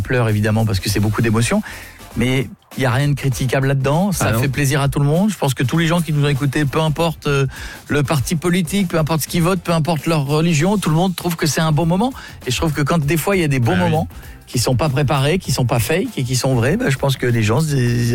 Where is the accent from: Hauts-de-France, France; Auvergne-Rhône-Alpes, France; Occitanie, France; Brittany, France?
Hauts-de-France, France; C'est parce que je viens de l'Aisne.